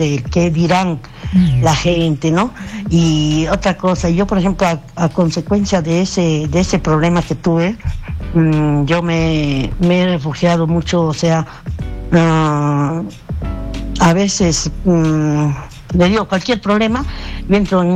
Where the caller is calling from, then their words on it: Huancayo, Junín, Peru; me llamo de Huancayo